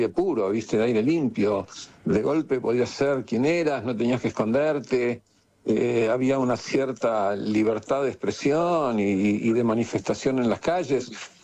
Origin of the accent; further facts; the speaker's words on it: Argentina; moved away as an adult; now in New York, United States; Mira, yo me fui muchas veces de la Argentina. La primera fue cuando terminé el secundario, en el año 69. Y después, bueno, viajé por Europa, estuve en la India, volví a la Argentina. Y después me fui definitivamente en el año 79